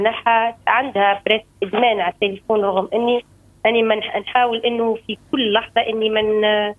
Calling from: Mahdia, Mahdia Governorate, Tunisia; من المهدية.

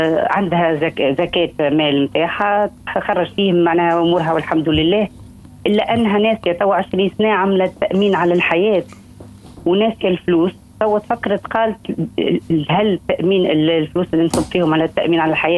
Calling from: Sousse, Sousse Governorate, Tunisia

